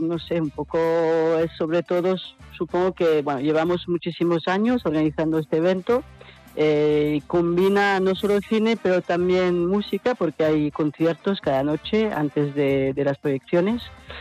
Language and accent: Spanish; France; Spanish is a second language; moved away as an adult; now in Barcelona, Spain; yo soy francesa